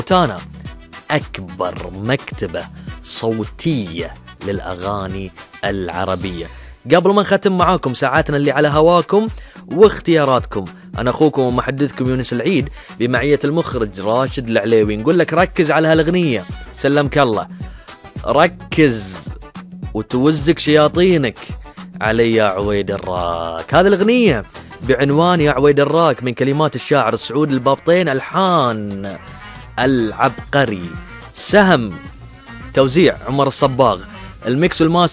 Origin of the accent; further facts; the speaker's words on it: Bahrain; المحب لنا كبحرينيين